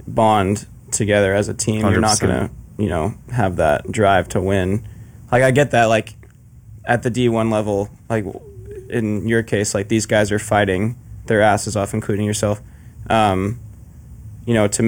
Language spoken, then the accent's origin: English; United States; moved away as an adult; now in California, United States; we're from Florida and North Carolina.